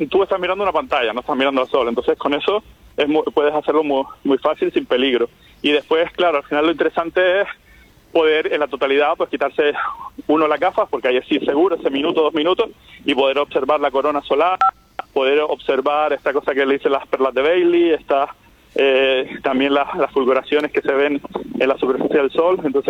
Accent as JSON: {"language": "Spanish", "region": "Canary Islands", "country": "Spain", "said": "en Canarias, de donde soy yo."}